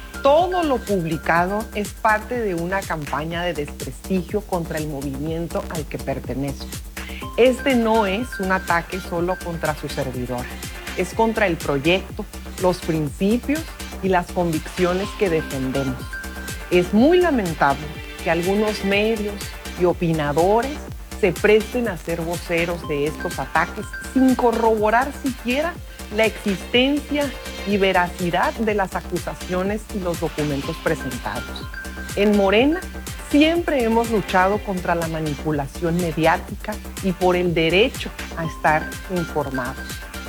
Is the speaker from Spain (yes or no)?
no; Baja California, Mexico; el pueblo de mi tierra, Baja California.